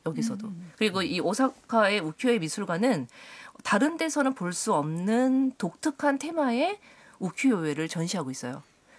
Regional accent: South Korea; 저는 한국인으로서

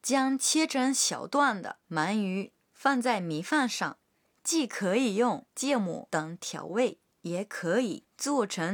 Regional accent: Japan; Chinese is a second language; 我作为一个日本人会感到特别开心的

